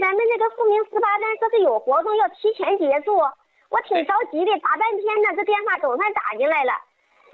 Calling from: Qinhuangdao, Hebei, China; 我家是秦皇岛的。

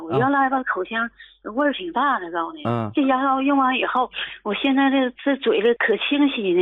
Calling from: Shenyang, Liaoning, China; 我是沈阳的。

